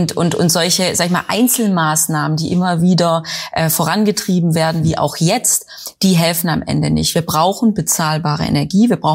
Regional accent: Baden-Württemberg, Germany; Ja, ich komme aus dem Großraum Stuttgart. Nicht weit entfernt ist Neckarwestheim, wo ja mit das letzte Atomkraftwerk abgeschaltet wurde.

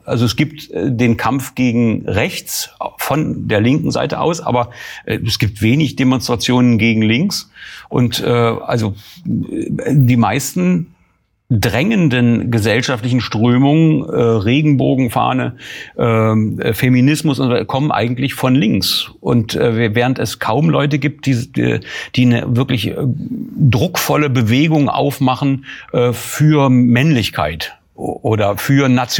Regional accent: Germany; Ich komme ja aus der DDR

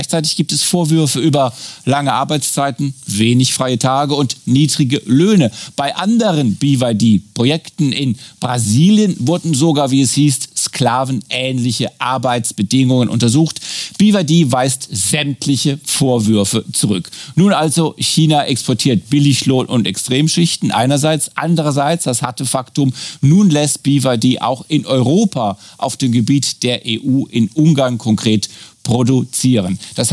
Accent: France; Da würde ich eigentlich als Franzose sagen, was kann da schon schiefgehen? Mon Dieu.

